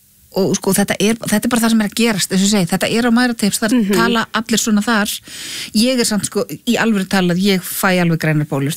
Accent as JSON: {"language": "Icelandic", "town": "Húsavík", "region": "Northeastern Region", "country": "Iceland", "tie": "born or raised there", "said": "Í Húsavík við Skjálfanda."}